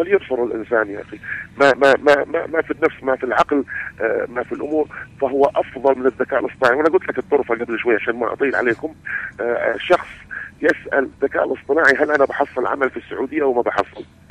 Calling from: Al Ghaydah, Al Mahrah, Yemen; من محافظة المهر أنا من الغيضة.

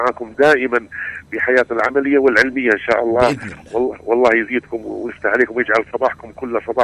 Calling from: Al Ghaydah, Al Mahrah, Yemen; من محافظة المهر أنا من الغيضة.

